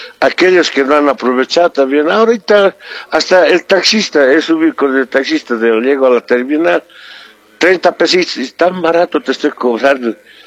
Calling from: La Paz, Bolivia; Te llamo de La Paz.

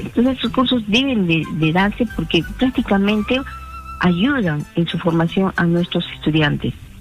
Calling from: Arequipa, Peru; de Arequipa.

